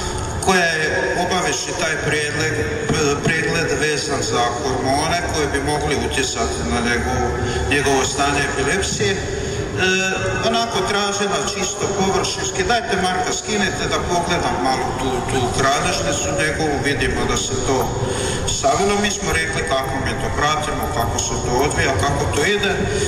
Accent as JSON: {"language": "Croatian", "town": "Gradište", "region": "Vukovar-Syrmia County", "country": "Croatia", "said": "Dolazimo iz tu iz Slavonije, iz županskog kraja, iz sela Gradišta, iz župe Svetog Franje."}